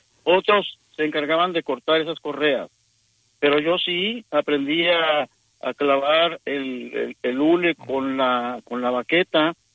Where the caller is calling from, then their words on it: Tepic, Nayarit, Mexico; yo soy de Tepic, Nayarit.